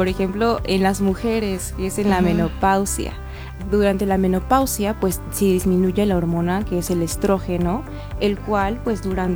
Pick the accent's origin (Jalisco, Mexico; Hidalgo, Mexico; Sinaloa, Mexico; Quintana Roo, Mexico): Hidalgo, Mexico; Zimapán; yo soy de Zimapán. Estudié en la Universidad Autónoma, igual, en Pachuca, en ICSA. Entonces ya me gradué hace unos 3 años y desde entonces pues he estado dando consultas aquí en Zimapán.